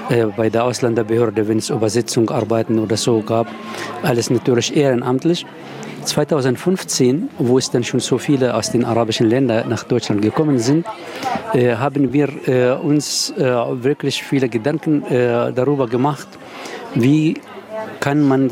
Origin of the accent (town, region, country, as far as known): Palestine; now in Weimar, Germany